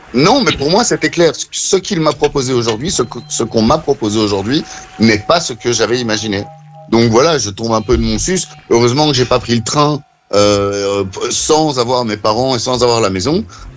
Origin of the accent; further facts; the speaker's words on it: Belgium; now in France; Aujourd'hui, je sais pas si à 42 ans, on va me filer 15 euros de l'heure en France alors que je suis belge.